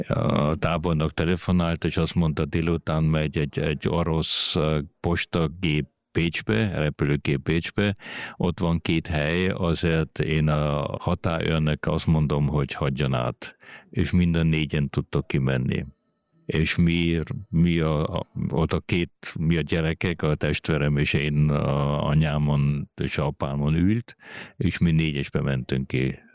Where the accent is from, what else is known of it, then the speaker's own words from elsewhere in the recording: Vienna, Austria; first language Hungarian; Mi csak otthon csak magyarul beszéltünk, és egy bécsi iskolákba mentem, azért ott a családban nagyon fontos volt, hogy tanultam is magyarul